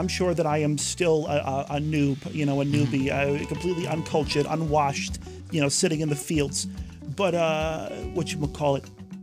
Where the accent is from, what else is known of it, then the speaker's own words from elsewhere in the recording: New Jersey, United States; I was raised in North Jersey.